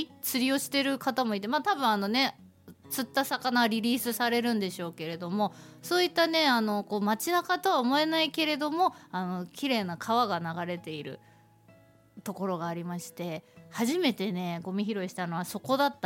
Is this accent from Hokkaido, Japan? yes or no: yes; Sapporo, Hokkaido, Japan; born there; also born or lived in Iwamizawa, Hokkaido; now in Nemuro, Japan; 私はこう、岩見沢で生まれ、まあ、札幌で過ごし、まあ、根室ということで、北海道内をですね、まあ、いろいろこう住んでいるんですけれども